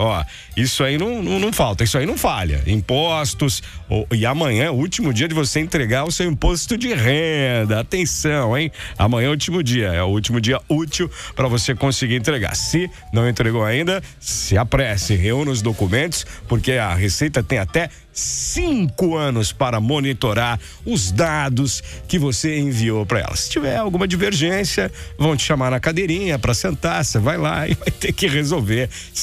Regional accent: Brazil; somos brasileiros

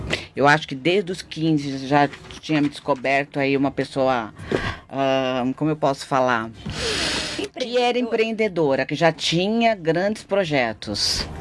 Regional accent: Ilhabela, São Paulo, Brazil; eu fui criada na Ilha Bela, né? Então, assim, fui criada com a natureza.

